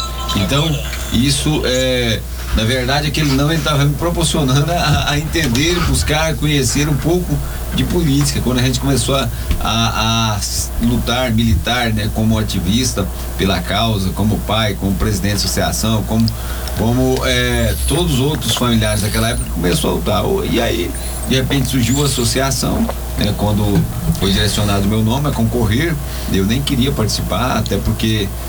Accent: Minaçu, Goiás, Brazil; moved away; A minha cidade natalina, Minaçu, onde eu nasci, lá.

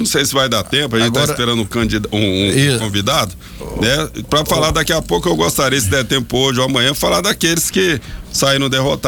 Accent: Rio de Janeiro, Brazil; moved away; lá no meu estado, Rio de Janeiro.

